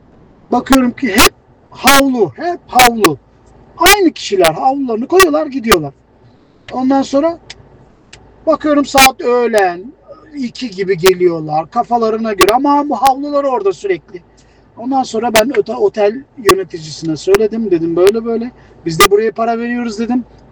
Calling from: Frankfurt, Hesse, Germany; ben … Frankfurt'tan.

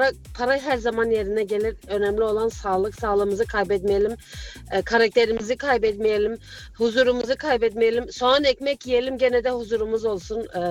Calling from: Frankfurt, Hesse, Germany; ben Frankfurt'tan.

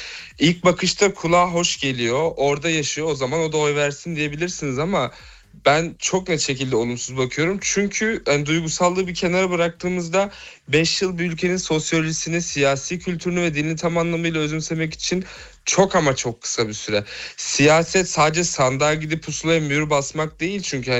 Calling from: Bremen, Germany; Bremen'den bağlanıyorum size. Çok severek dinliyorum. Aynı zamanda Bremen Üniversitesi'nde bir öğrenciyim.

